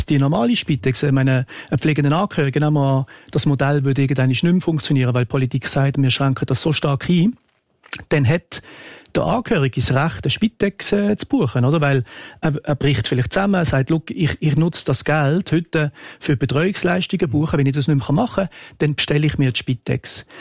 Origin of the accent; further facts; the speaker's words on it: Switzerland; Aber wir als Schweizer Bevölkerung haben gesagt, wir wollen alle Leute versorgen